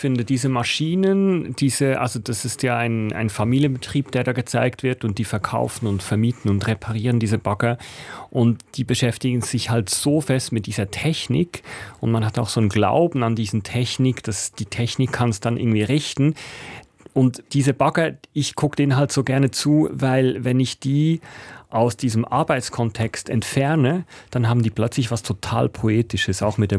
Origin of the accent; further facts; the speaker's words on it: Switzerland; Man muss halt schon sagen, da wo ich aufgewachsen bin, sind 120 Einwohnende, da wählen alle die rechte SVP.